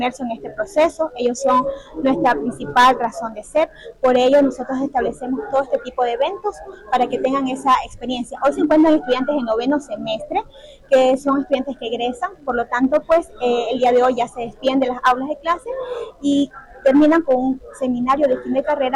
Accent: Calceta, Manabí, Ecuador; Nosotros somos de Calceta y hemos decidido realizar este evento por segunda ocasión en la ciudad de Manta

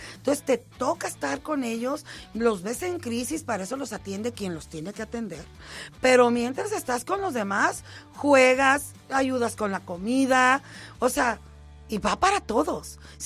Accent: Tijuana, Baja California, Mexico; Y yo soy de Tijuana.

